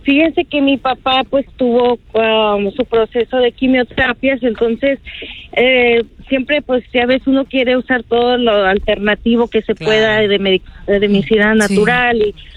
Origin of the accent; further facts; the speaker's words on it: Zacatecas, Mexico; now in Moreno Valley, United States; yo soy originaria de Zacatecas y soy de Moreno Valley.